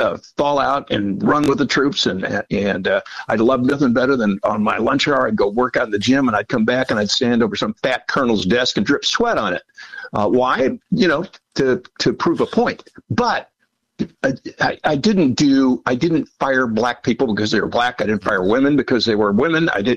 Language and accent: English; Illinois, United States; I grew up poor and in Southern Illinois. I know what being poor is.